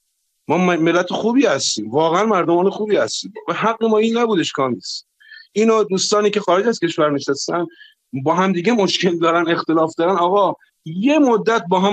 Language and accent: Persian; Rasht, Gilan, Iran; من رشتی هستم ولی توی یکی از شهرهای جنوب کشور زندگی میکنم